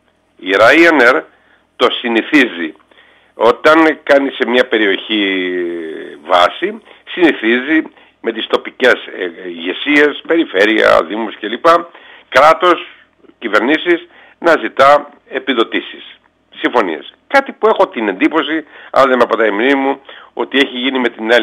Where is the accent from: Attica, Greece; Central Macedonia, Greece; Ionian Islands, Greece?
Ionian Islands, Greece; Corfu; δεν έχουμε απευθείας πτήσεις από την Κέρκυρα για το Λονδίνο, ακολουθώ το αεροδρόμιο Θεσσαλονίκης.